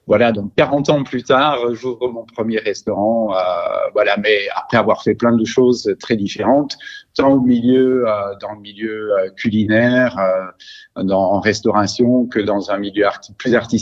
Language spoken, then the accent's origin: French; Belgium; now in Bagnères-de-Bigorre, France; je suis belge, donc mon aventure culinaire, elle commence en Belgique.